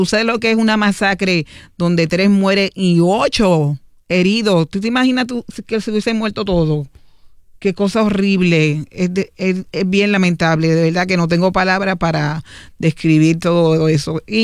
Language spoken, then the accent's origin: Spanish; San Juan, Puerto Rico; Yo me crié en Río Piedras y de verdad que Río Piedras no es ni la sombra de lo que era cuando yo llegué allí. Río Piedras era un lugar bien bonito, concurrido, familiar